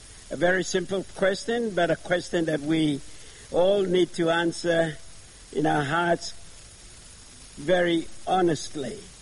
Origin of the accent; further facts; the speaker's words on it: Solomon Islands; moved away as an adult; from Solomon Islands. I've been a missionary here for 37 years.